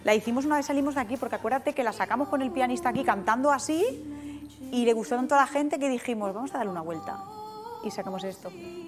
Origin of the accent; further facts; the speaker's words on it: Esparreguera, Catalonia, Spain; also born or lived in Barcelona; Yo soy esparraguera, pero yo nací en Barcelona.